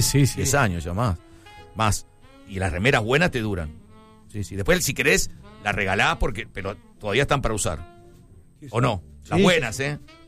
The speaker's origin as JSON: {"language": "Spanish", "country": "Argentina"}